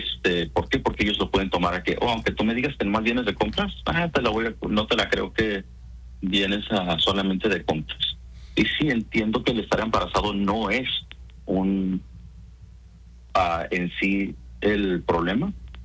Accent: Ciudad Juárez, Chihuahua, Mexico; yo soy de Juárez

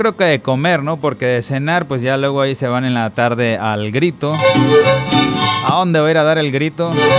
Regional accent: Mexico

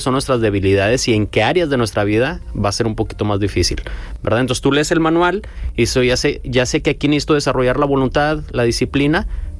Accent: Mexico; Como buenos mexicanos no lo leemos

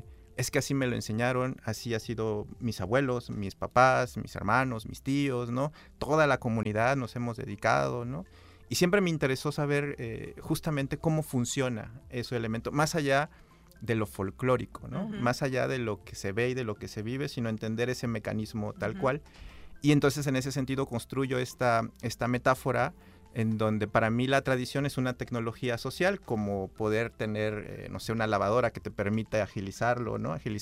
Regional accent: Oaxaca, Mexico; moved away as an adult; now in Xalapa, Mexico; yo soy del Istmo, uh-huh, del Istmo de Tehuantepec, de Oaxaca, en donde la tradición se vive

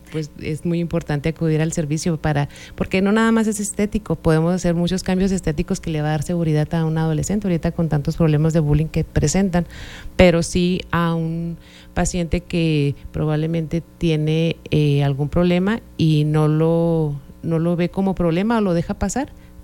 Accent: Delicias, Chihuahua, Mexico; Así es, somos especialistas responsables, somos de aquí de Delicias, no vamos a ir.

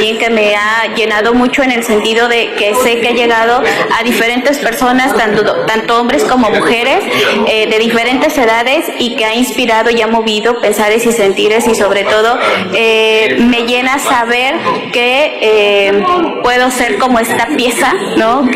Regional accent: San Juan Chamula, Chiapas, Mexico; hablo de los pueblos originarios porque soy del pueblo de San Juan Chamula.

